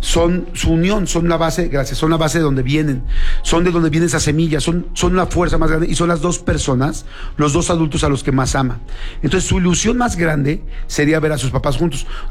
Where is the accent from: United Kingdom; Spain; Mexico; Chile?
Mexico; los que somos tradicionales mexicanos